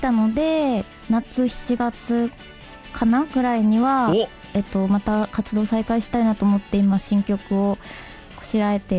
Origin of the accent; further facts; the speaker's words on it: Hokuriku, Japan; はい、北陸地方なんですけど、うん、結構田舎で